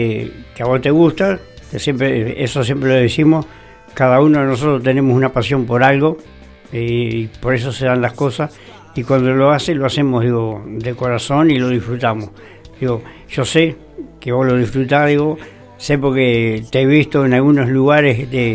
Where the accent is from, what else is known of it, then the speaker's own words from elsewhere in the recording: Maldonado, Uruguay; para los que somos de Maldonado